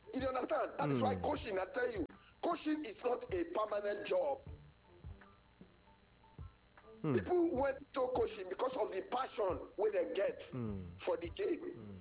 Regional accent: Nigeria; I don't be from Mali, I don't be from France. I be Nigerian man.

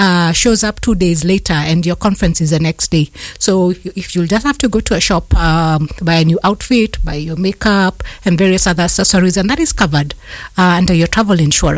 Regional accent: Nairobi, Kenya; growing up in Nairobi

